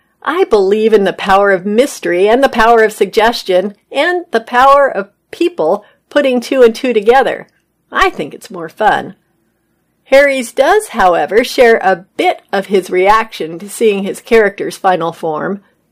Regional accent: Wales, United Kingdom; Growing up in Wales with teachers for par

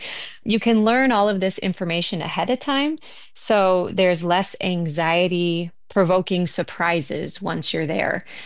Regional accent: Wisconsin, United States; Yeah, I fell in love with the ocean at a young age, and I'm from Wisconsin, so that was through aquariums.

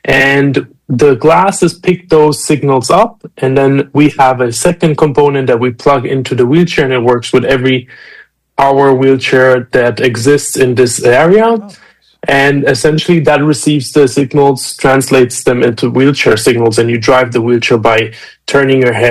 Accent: Germany; also born or lived in Romania / Munich, Germany; I am originally from Romania, was born in Romania, but grew up in Germany. So we moved to Germany when I was around 6-7 years old. And just did my high school there

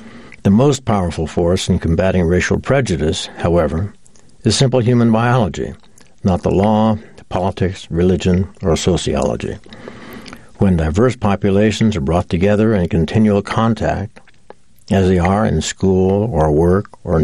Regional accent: California, United States; Growing up in California, both Pat and I had felt the vibrations of many small earthquakes

